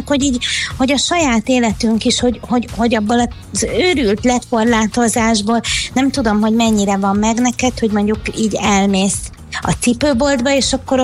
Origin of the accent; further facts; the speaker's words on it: Budapest, Hungary; én ugye egy ilyen nagy belvárosi budapesti ember vagyok, szóval ezt nem tudnám sajnos letagadni